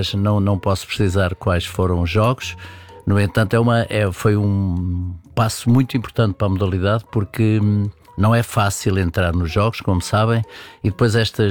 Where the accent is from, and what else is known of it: Portugal